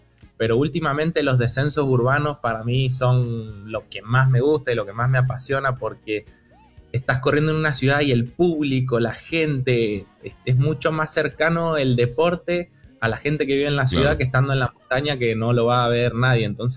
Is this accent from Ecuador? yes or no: no; Luján de Cuyo, Mendoza, Argentina; Nací en Mendoza, acá cerquita en Luján de Cuyo.